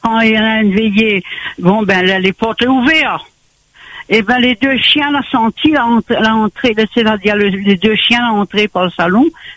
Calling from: Réunion; moi, j'habite à Plaine des Caves

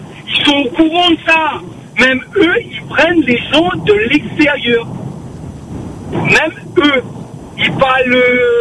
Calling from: Réunion; parce qu'on est noir, on n'a pas... Voilà. On est réunionnais, mais notre diplôme n'a pas de valeur.

